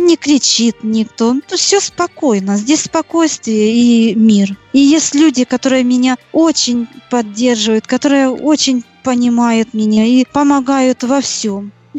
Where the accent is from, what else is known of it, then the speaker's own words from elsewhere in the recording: Sievierodonetsk, Luhansk Oblast, Ukraine; also born or lived in Rubizhne; Город Рубежное – мой родной город, я в нем родилась. Но так сложилась ситуация, что, я уже говорила, бабушка с дедушкой забрали меня в очень маленьком возрасте в Северодонецк.